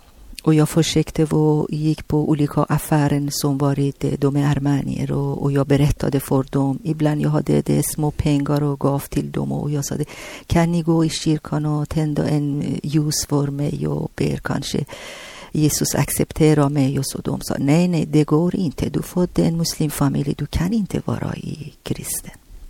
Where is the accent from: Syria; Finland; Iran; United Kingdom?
Iran; Tehran, Tehran Province; Swedish is a second language; moved away as an adult; now in Sweden; Jag kommer från Iran och Teheran, det är Irans huvudstad.